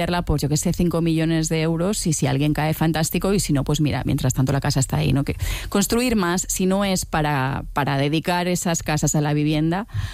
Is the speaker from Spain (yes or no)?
yes; Balearic Islands, Spain; now in Barcelona, Spain; Yo sí soy mallorquina, sí soy barcelonesa, siempre le he estado dando vueltas a esto.